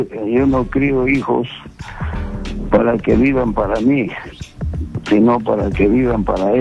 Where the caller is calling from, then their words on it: Cajamarca, Peru; ellos viven en Lima, yo vivo en Cajamarca.